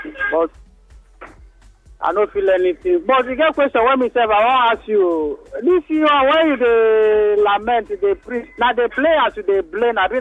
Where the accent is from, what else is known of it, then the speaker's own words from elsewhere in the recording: Ogun, Nigeria; from Ogun State.